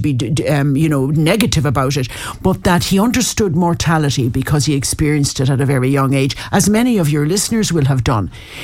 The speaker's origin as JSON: {"language": "English", "town": "Foxford", "region": "County Mayo", "country": "Ireland", "tie": "born there", "said": "No, I was not. I was born in Foxford in Mayo."}